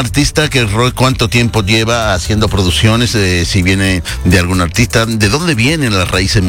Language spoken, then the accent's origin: Spanish; Salcedo, Hermanas Mirabal, Dominican Republic; yo soy de Cibao también, vea por dónde. De Salcedo.